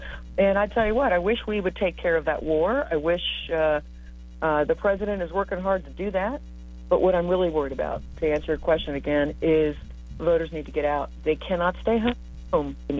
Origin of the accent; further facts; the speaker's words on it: Waynesboro, Virginia, United States; moved away as an adult; now in North Carolina, United States; I grew up in the Shenandoah Valley on a cattle farm called Deep Meadows Farm up in on the outskirts of Waynesboro.